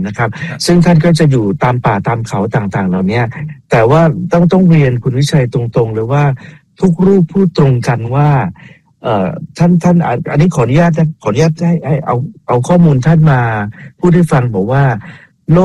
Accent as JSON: {"language": "Thai", "region": "Bangkok", "country": "Thailand", "said": "เราเป็นคนกรุงเทพ"}